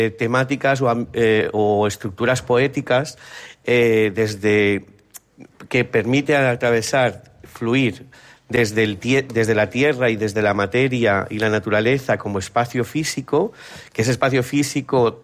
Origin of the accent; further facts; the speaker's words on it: Algemesí, Valencian Community, Spain; Yo soy de Algemesí, viví la del 82, luego creo que la del 87 y ahora esta.